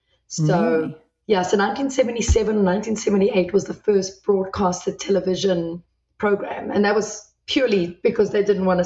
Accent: South Africa; So I grew up in South Africa

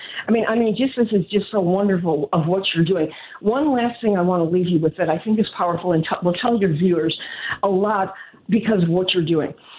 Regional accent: Chicago, Illinois, United States; now in Scottsdale, United States; the Greek Orthodox Church, my original faith, because when I grew up in Chicago

